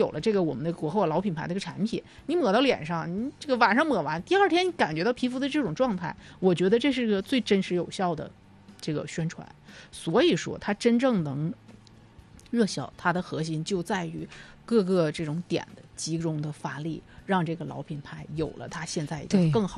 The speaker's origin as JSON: {"language": "Chinese", "region": "Northeast China", "country": "China"}